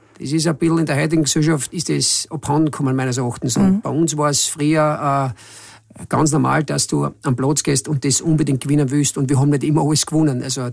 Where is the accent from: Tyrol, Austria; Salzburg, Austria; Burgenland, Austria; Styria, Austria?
Burgenland, Austria; moved away as an adult; also born or lived in Heiligenkreuz, Lower Austria; now in Linz, Austria; ich war Hausgeburt. Bin in Stift Heiligenkreuz auf die Welt gekommen und dann sind wir eigentlich, ich habe da nicht allzu lange gelebt und dann sind wir ins Burgenland gezogen und deshalb bin ich auch echter Burgenländer.